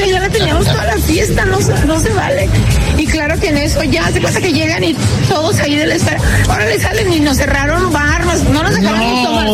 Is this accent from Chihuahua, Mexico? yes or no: yes; Chihuahua, Mexico